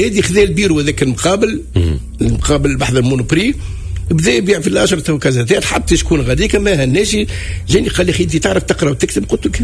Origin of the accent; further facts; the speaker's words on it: Tunisia; born there; في حومتنا في حي الزهور، حومتي انا وحومة المرحوم وعشيري